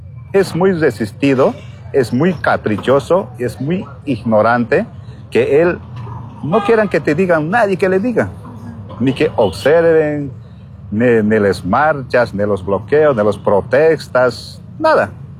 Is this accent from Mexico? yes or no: no; Bolivia; como bolivianos, como organizaciones sociales indígenas, como campesinos, somos del territorio rural, y diferentes provincias, nosotros vivimos con nuestro trabajo.